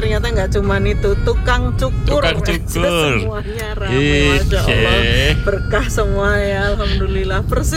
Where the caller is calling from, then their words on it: Central Java, Indonesia; Ini untuk daerah saya di Jatisari, perumahan Jatisari.